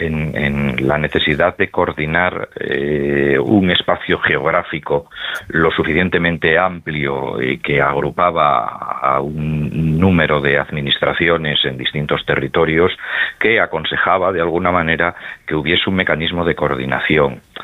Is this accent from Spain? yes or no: yes; Asturias, Spain; Bueno, pues en mi tierra, en Asturias.